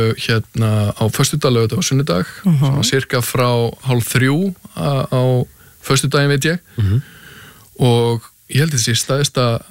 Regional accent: Hafnarfjörður, Capital Region, Iceland; ég ólst upp í Hafnarfirðinum að það golfklúmum Keili bara byrjaði þar 7-8 ára gamall.

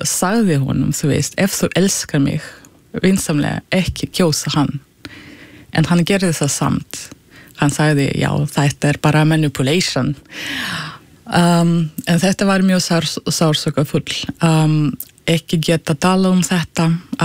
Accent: Russia; Icelandic is a second language; now in Iceland; Ég flutti sem sagt frá Rússlandi 2012 og í fyrra þegar ég fór að skrifa þessa bók það var svona fyrsta skipti þegar ég kom til Rússlands í svo langan tíma.

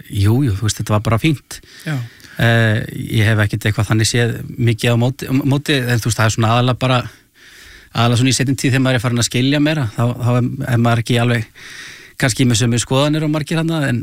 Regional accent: Garðabær, Capital Region, Iceland; also born or lived in Kópavogur; now in Reykjavík, Iceland; Í blábyrjun þá bjó ég í Furugrund í Kópavogi en flutti síðan hóla snemma í Garðabæinn. Og þar ólst ég upp alveg þangað til að maður fó bara að finna sér eigi húsnæði sko.

